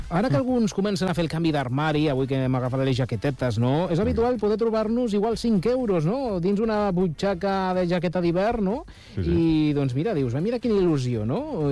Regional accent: Lleida, Catalonia, Spain; jo com a bon lleidatà

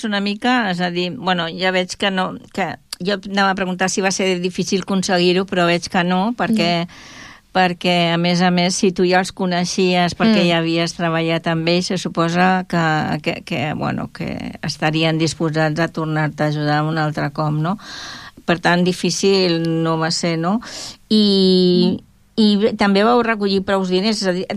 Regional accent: Barcelona, Catalonia, Spain; moved away as an adult; No sóc d'aquí, sóc barcelonina, però ja porto 30 i pico d'anys aquí.

